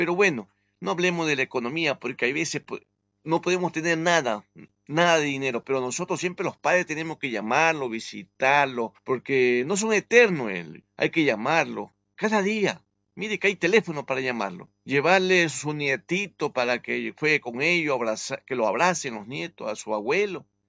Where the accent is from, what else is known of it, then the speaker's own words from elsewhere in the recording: Ecuador; Yo como católico, como ecuatoriano, que vengo de la mitad del mundo, de esa alta montaña de la Amazonía. Créanme, lo que yo no nací en cuna de oro. Yo vengo de las montañas, yo me conozco lo que es el campo.